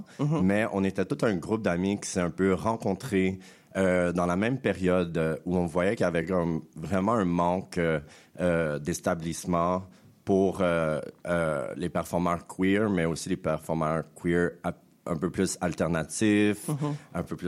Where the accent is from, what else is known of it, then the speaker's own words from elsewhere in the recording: Deux-Montagnes, Quebec, Canada; moved away as an adult; now in Montreal, Canada; J'ai 33 ans. Je viens de Deux-Montagne, mais ça fait 17 ans que j'habite à Montréal, donc je me considère Montréalais.